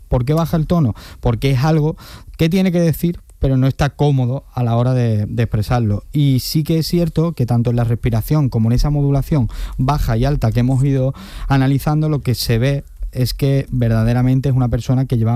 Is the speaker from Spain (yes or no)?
yes; Spain